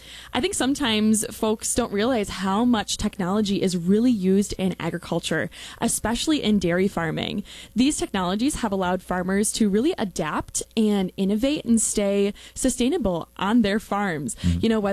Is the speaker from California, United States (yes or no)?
no; Wisconsin, United States; I grew up in Wisconsin's dairy community